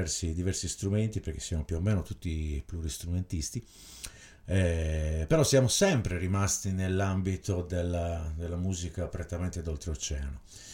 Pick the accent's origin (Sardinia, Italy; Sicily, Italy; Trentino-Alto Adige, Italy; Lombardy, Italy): Sardinia, Italy; Alghero; ci siamo fatti tutta la stagione suonando quasi ogni giorno ad Alghero, dalle nostre parti in Sardegna.